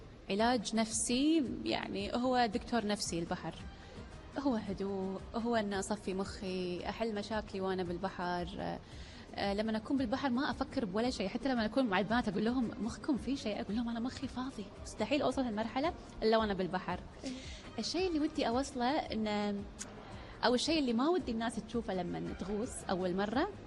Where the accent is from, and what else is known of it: Kuwait